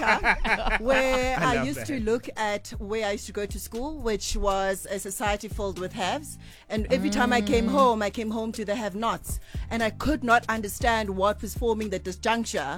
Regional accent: South Africa; So now as a South African, you look at your food basket, your services basket

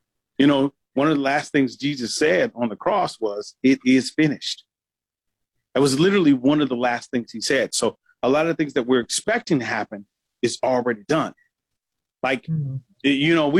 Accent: Andrews, South Carolina, United States; I am from the Little A. I am very proud to be from Andrews, South Carolina.

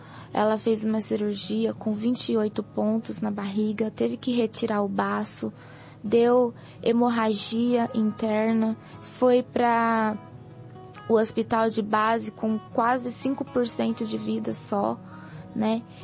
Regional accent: Araçatuba, São Paulo, Brazil; Paz do Senhor … sou de Araçatuba, interior de São Paulo.

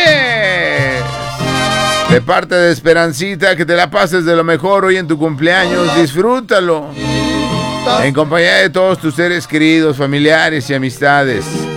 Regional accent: La Barca, Jalisco, Mexico; now in Birmingham, United States; Saludos desde Birmingham, Alabama. … de La Providencia, La Barca, Jalisco.

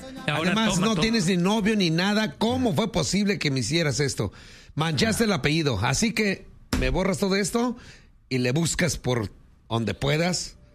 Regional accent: Michoacán, Mexico; De puro las guacamayas, Michoacán.

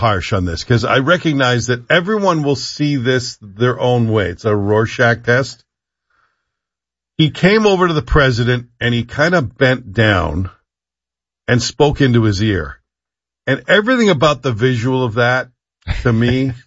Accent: Canada; I hated everything about it as a Canadian. Everything about that moment.

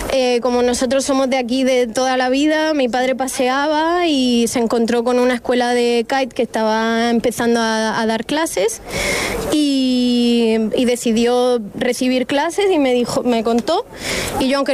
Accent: Los Alcázares, Region of Murcia, Spain; Yo soy más de Los Narejos

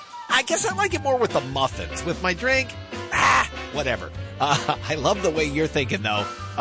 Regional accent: Midwest, United States; See, I grew up in the Midwest, and I used to play putt-putt, so I have fond memories doing that with family.

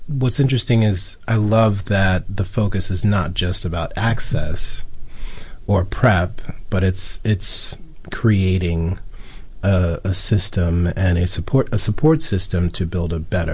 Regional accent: New York City, New York, United States; I grew up in New York City, you know, Flushing, Queens, loved hip hop, loved

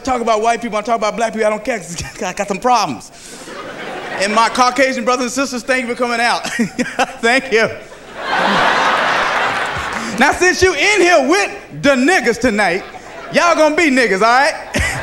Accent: Atlanta, Georgia, United States; I'm from Atlanta, Georgia.

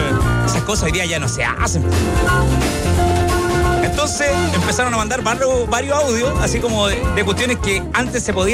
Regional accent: Rancagua, O'Higgins, Chile; yo soy de Rancagua.

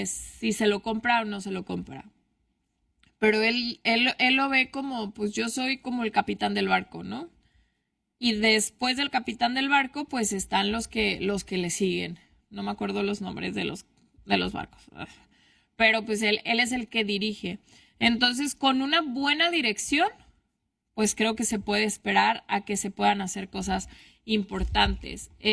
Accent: Aguascalientes, Mexico; pero yo nací aquí en México. De hecho, soy de Aguascalientes. Pero pues los de Aguascalientes también hablamos muy chistoso

